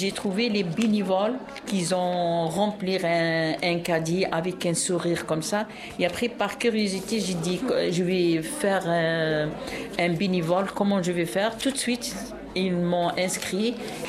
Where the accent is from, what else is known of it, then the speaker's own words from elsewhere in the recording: Algeria; French is a second language; now in France; Moi, je suis algérienne.